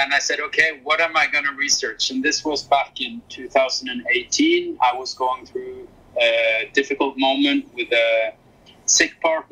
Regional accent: Norway; I grew up in the Norwegian outdoors with Norwegian outdoor culture.

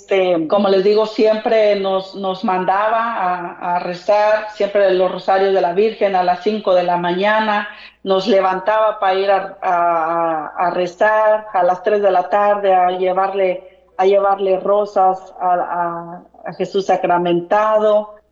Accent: Rioverde, San Luis Potosí, Mexico; nosotros éramos casi los últimos de los que vivían ahí en mi pueblito, porque pues nosotros somos de un rancho de allá de Río Verde, por allá un ranchito lagartijero, y pues nosotros casi éramos la última casa

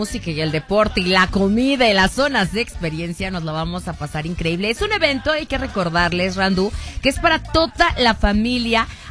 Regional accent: Mexico; Bien mexicanos, creo que somos los únicos mexicanos que nos disfrazamos de mexicanos.

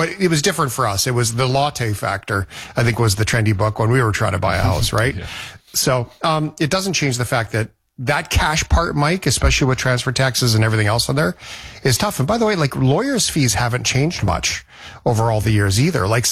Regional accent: Alberta, Canada; now in Ontario, Canada; I'm from Alberta, where there isn't land transfer tax.

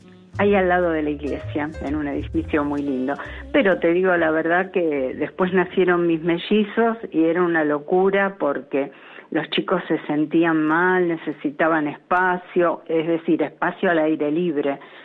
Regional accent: Lanús, Buenos Aires Province, Argentina; born there; yo te cuento que yo nací en Lanús, mi madre vino desde Barracas a un remate y compró dos lotes en Lanús.

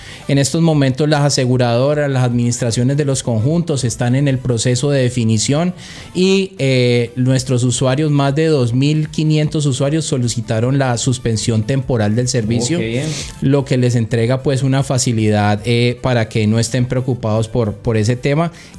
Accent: Cali, Valle del Cauca, Colombia; también como caleños, como una empresa caleña

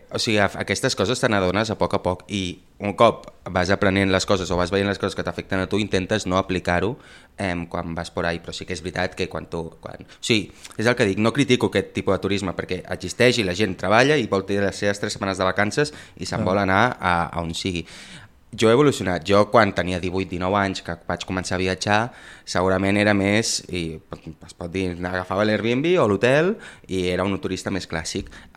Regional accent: Sabadell, Catalonia, Spain; moved away as an adult; now in Barcelona, Spain; jo m'he mogut molt per Barcelona des que tinc 18 anys, però hi visc només des de fa 2, perquè soc de Sabadell, però sí que he fet vida a Barcelona des que tinc els 18 anys.

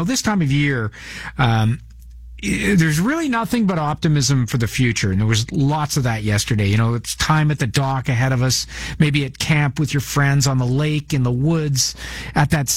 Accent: Toronto, Ontario, Canada; I am back in my hometown. I'm in Toronto today.

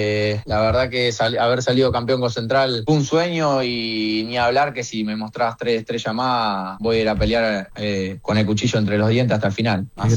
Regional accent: Rosario, Santa Fe, Argentina; also born or lived in Gualeguaychú; soy más rosarino que entrerriano, es la realidad. Yo viví un solo año en Gualeguaychú y ya al año y medio ya estaba acá en Rosario. Pero sí, o sea, soy nacido en Gualeguaychú, al fin y al cabo.

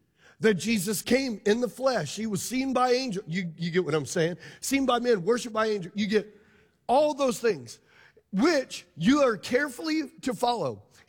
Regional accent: Louisiana, United States; I'm Louisiana Cajun, man.

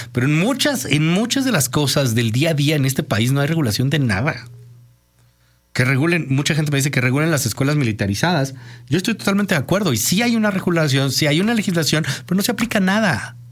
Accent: Hidalgo, Mexico; Yo soy del estado de Hidalgo

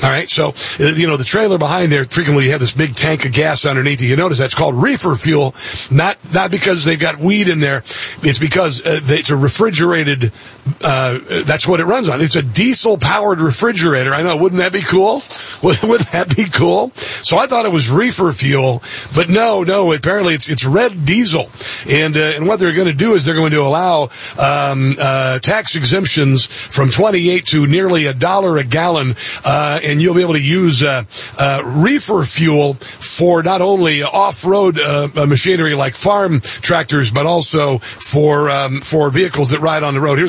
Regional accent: Midwest, United States; I know this because I'm from the Midwest, the heartland.

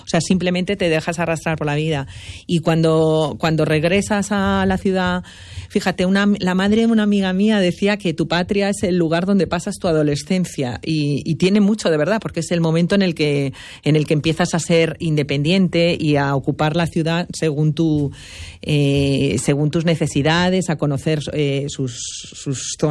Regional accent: Madrid, Community of Madrid, Spain; born there; moved away as an adult; also born or lived in Galicia; now in A Coruña, Spain; mi marido es de aquí, de Orense, he venido siempre con la familia política aquí a Orense, entonces yo soy una madrileña que ha vivido mucho en Galicia, ya llevo seguidos 20 años viviendo aquí además

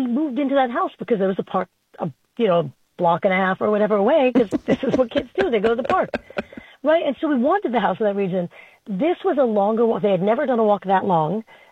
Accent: Flushing, New York, United States; I grew up in Flushing.

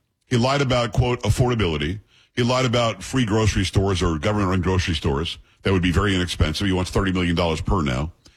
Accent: Copiague, New York, United States; I'm from Long Island. I was born in Amityville. Copaig is my hometown. As the crow flies, probably 20 minutes to New York City.

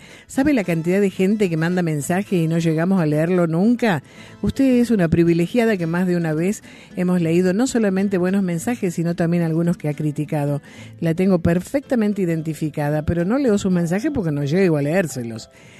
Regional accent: Tancacha, Córdoba, Argentina; La familia vive en Mar del Plata, somos de Tancache, en Río Tercero también hay familia.

